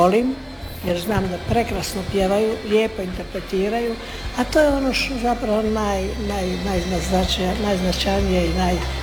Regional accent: Dubrovnik, Dubrovnik-Neretva County, Croatia; Dubrovnik je moj rodni grad, ja nemam tu šta reći, osim da sam mu vjerna do kraja života.

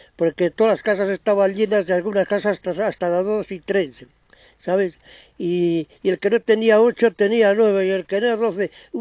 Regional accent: Peñaranda, Spain; born there; Yo no sé ni dónde nací siquiera. Porque nací en Peñaranda, sí.

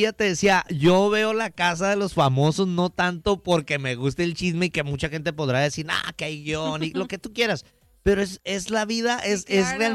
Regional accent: Mexico; Y yo soy mexicano.

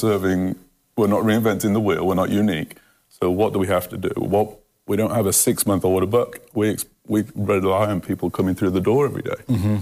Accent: England, United Kingdom; I'm English.

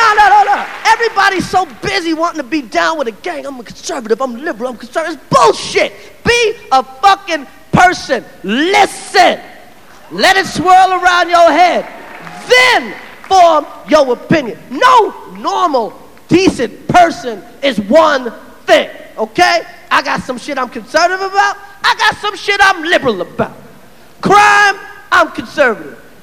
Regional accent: Brooklyn, New York, United States; I ain't scared of Al-Qaeda. I'm from Brooklyn.

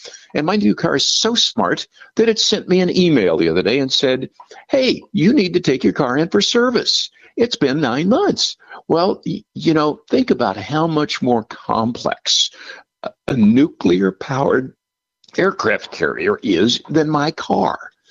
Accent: Sandwich, Illinois, United States; born there; I went to high school in Sandwich.

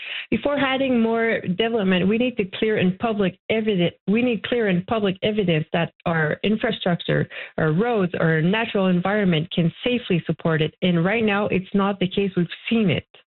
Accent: Mont-Tremblant, Quebec, Canada; I've been born and raised in Mont Tremblant, and I feel so blessed to be born and raised there.

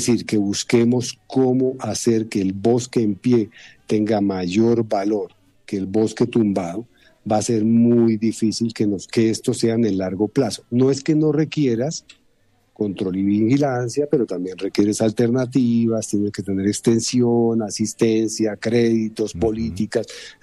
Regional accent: Colombia

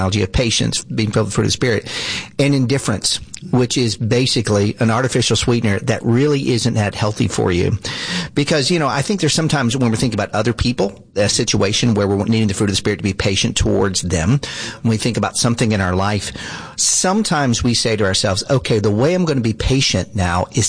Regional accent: the South, United States; I grew up in the South, we didn't use sugar much in our house.

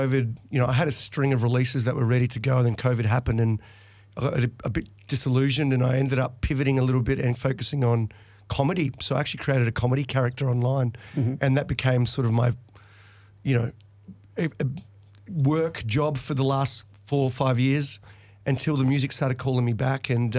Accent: Eltham, Victoria, Australia; also born or lived in Rio de Janeiro, Brazil; now in North Warrandyte, Australia; I was born in Rio de Janeiro, but I actually moved to Australia when I was four and grew up in Eltham for the first sort of 5 years of my existence in Australia.

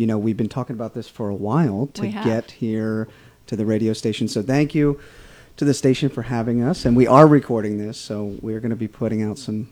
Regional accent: Lebanon, Pennsylvania, United States; moved away as an adult; also born or lived in Los Angeles; I grew up in Lebanon, PA

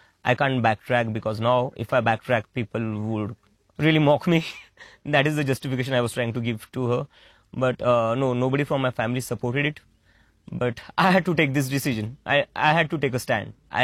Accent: India; an international student studying in the US on an Indian passport. I was an Indian abroad. Everybody who knew me there knew me as an Indian, a brown guy studying in the US.

